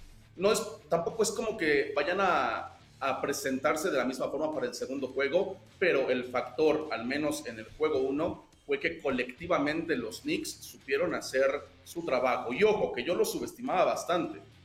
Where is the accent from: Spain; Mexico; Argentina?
Mexico